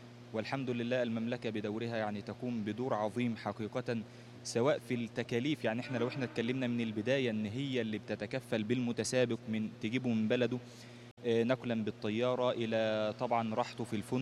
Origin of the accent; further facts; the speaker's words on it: Egypt; now in Mexico; أنا من مصر